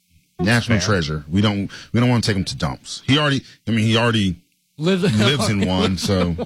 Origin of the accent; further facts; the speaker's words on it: Oklahoma, United States; I'm from Oklahoma.